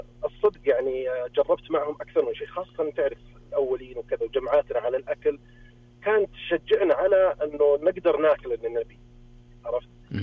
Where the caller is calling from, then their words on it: Riyadh, Riyadh Province, Saudi Arabia; انا من الرياض.